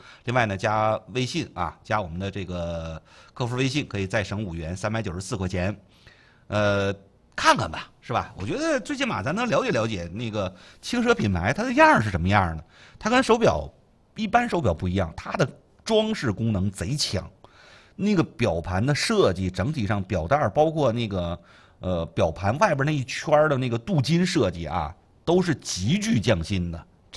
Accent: China; 我们中国人

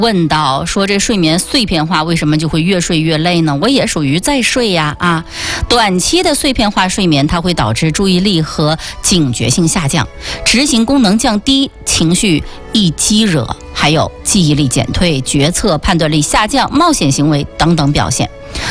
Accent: Northeast China, China; 用咱们东北话叫什么呢？睡得稀碎稀碎的。

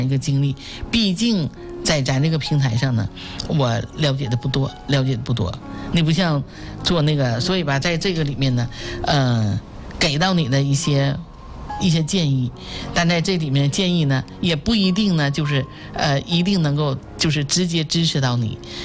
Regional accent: China

